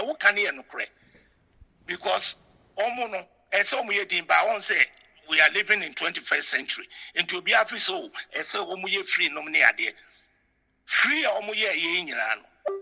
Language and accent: English; Ghana; Because I know I'm American, I'm born. I'm a Ghanaian.